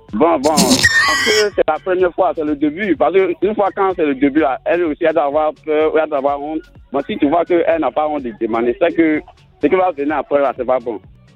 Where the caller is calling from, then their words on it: Côte d’Ivoire; j'appelle de Kossangi.